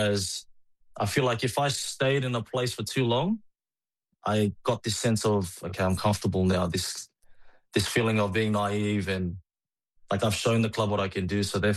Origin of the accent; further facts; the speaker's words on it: Australia; Growing up in Australia, I never thought I would be playing for the Flying Fijians. I think as a kid growing up in Australia, if you're playing rugby union, the Wallabies is like the ultimate goal.